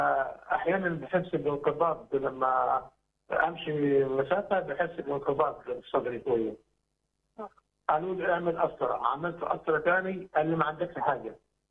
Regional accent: Sohag, Sohag Governorate, Egypt; من سوهاج.

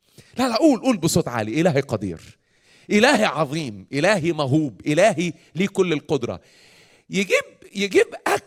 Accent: Egypt; عندنا في مصر

